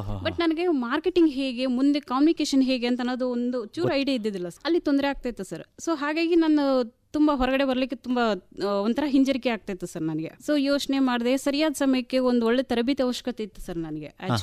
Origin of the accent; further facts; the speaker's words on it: Aurad, Karnataka, India; now in Raichur, India; ನಾನು ನನ್ನ ತಂದೆ ನನ್ನ ತಾಯಿ ಎಲ್ಲ ಮೂಲತಃ ನಾವು ಬೀದರ್ ಜಿಲ್ಲೆ ಔರಾದ್ ತಾಲೂಕಿನವರು ಸರ್.